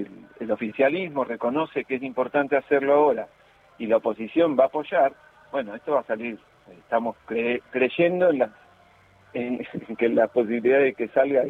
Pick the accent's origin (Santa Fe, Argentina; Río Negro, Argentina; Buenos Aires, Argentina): Río Negro, Argentina; El Bolsón; soy de Bolsón, me queda en la otra punta de la provincia, no es tan fácil para mí viajar